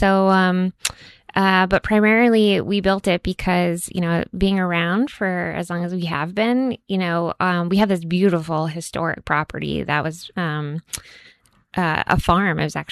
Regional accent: Nashua, New Hampshire, United States; You know, I'm from Nashua. Actually, I grew up in Nashua.

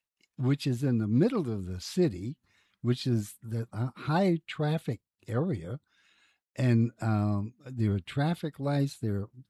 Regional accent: Lowell, Massachusetts, United States; now in Nashua, United States; I come from Lowell

